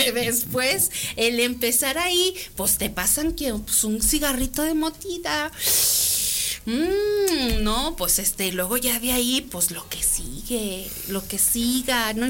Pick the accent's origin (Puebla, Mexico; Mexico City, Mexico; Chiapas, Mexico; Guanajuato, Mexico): Guanajuato, Mexico; León; soy de León, Guanajuato